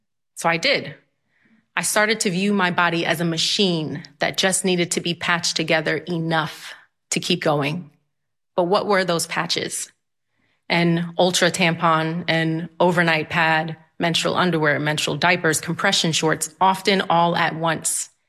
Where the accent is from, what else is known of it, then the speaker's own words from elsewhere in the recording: New York City, New York, United States; now in Phoenix, United States; The thing that I loved about growing up in New York is you can see the entire world in your little city. There are people from all over the world who speak all different languages.